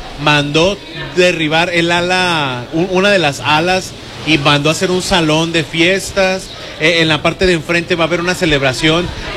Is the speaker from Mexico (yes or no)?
yes; Mexico; yo soy mexicano, vivo acá. Aparte, yo vivo en México